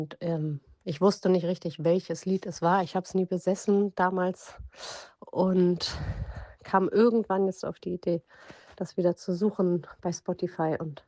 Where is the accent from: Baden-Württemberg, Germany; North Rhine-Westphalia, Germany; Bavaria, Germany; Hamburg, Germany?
Hamburg, Germany; ich komme aus Hamburg.